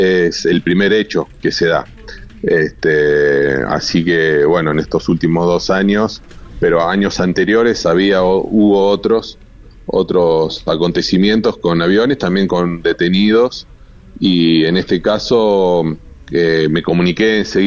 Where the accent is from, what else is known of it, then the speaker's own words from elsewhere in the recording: Cañada de Gómez, Santa Fe, Argentina; also born or lived in Rosario; Somos tres hermanos varones, yo soy el menor, que fui a estudiar a Rosario, pero bueno, siempre con la idea de volver a la ciudad y hice mi carrera acá.